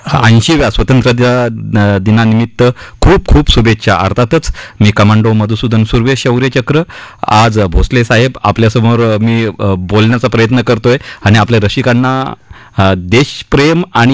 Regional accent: Shivtar, Maharashtra, India; कारण मी खेडेगावातला एक आहे, कोकणामध्ये खेड तालुका आणि शिवतर असं माझं गाव.

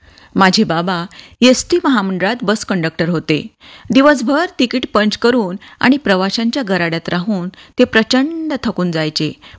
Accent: Mozari, Maharashtra, India; moved away; ती भूमी म्हणजे विदर्भाच्या कुशीत अमरावती जिल्ह्यात वसलेलं आमचं मोझरी गाव.

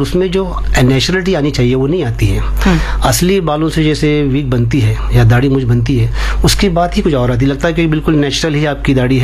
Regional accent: Ratnagiri, Maharashtra, India; now in Mumbai, India; मैं हूँ रत्नागिरी से बिलोंग करता हूँ

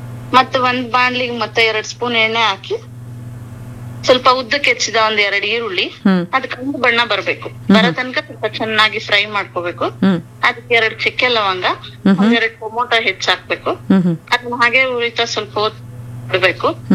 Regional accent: Mandya district, Karnataka, India; now in Bengaluru, India; ನಾವು ಮೂಲತಃ ಮಂಡ್ಯ ಜಿಲ್ಲೆಯವರು.

